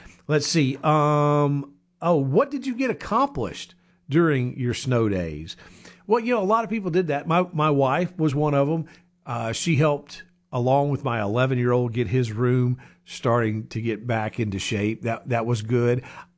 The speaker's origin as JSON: {"language": "English", "region": "Louisiana", "country": "United States", "tie": "born or raised there", "moved": "yes", "said": "I grew up and was born and raised in Louisiana"}